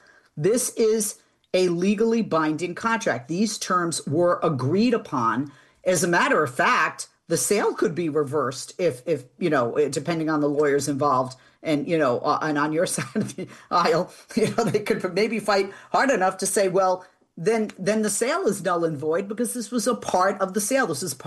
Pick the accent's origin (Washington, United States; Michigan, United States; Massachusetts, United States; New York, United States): Massachusetts, United States; Boston; And I lived there in the summer. But I got to tell you, and I'm from Boston